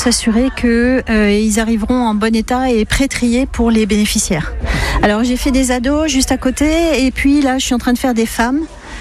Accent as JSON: {"language": "French", "town": "Arcachon", "region": "Nouvelle-Aquitaine", "country": "France", "tie": "born there", "moved": "yes", "lives_now": "Sablé-sur-Sarthe, France", "said": "je suis née à Arcachon. Donc, je suis originaire du Sud-Ouest par ma famille et j'ai encore des amis là-bas."}